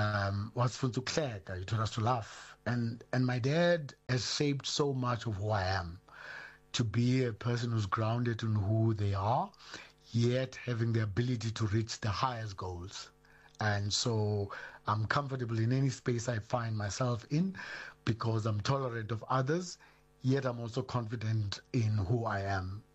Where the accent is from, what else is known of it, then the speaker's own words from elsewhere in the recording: Gqeberha, Eastern Cape, South Africa; in a town called Gqeberha, formerly known as Port Elizabeth. I was born in Kwazakhele Township, 1968 … And I grew up in that township